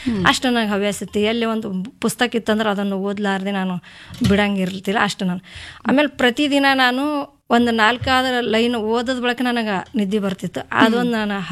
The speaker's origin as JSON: {"language": "Kannada", "town": "Javali D", "region": "Karnataka", "country": "India", "tie": "born there", "said": "ನಾನು ಕಲಬುರಗಿ ಜಿಲ್ಲೆ ಆಳಂ ತಾಲೂಕಿನ ಜವಳಿ ಡಿ ಎಂಬ ಗ್ರಾಮದಲ್ಲಿ ಹುಟ್ಟಿದ್ದೇನೆ."}